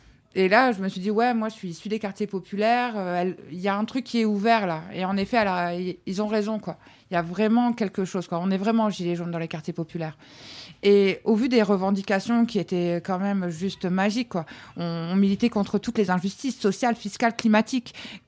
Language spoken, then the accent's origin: French; Amiens, Hauts-de-France, France; moi, je suis amiénoise.